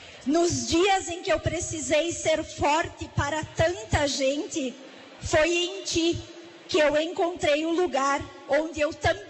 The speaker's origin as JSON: {"language": "Portuguese", "town": "Garibaldi", "region": "Rio Grande do Sul", "country": "Brazil"}